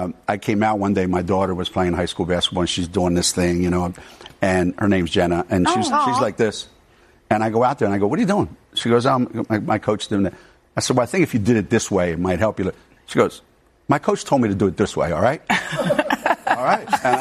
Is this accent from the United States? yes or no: no; Italy; English is a second language; moved away; Maybe when I came over from Italy, you know, I didn't speak the language.